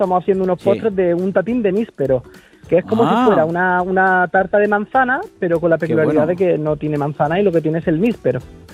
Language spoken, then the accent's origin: Spanish; Sayalonga, Andalusia, Spain; Sí, también soy, sí. También soy nacido en Sayalonga, soy de aquí, soy sayalonguino.